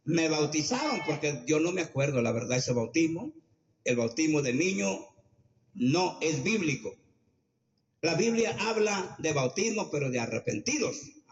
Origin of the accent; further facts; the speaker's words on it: Aquila, Michoacán, Mexico; Provengo de una familia muy religiosa. Soy originario de Aquila, Michoacán.